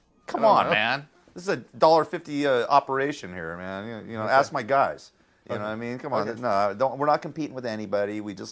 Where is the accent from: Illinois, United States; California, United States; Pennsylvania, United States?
California, United States; the Valley; I grew up in the Valley. We grew up in the Valley.